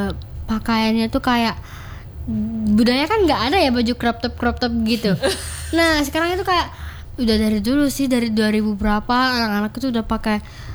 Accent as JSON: {"language": "Indonesian", "region": "Kalimantan", "country": "Indonesia", "moved": "yes", "lives_now": "Yogyakarta, Indonesia", "said": "saya sendiri orang Kalimantan ya."}